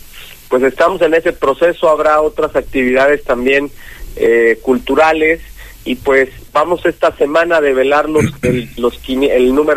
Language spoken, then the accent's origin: Spanish; Mexico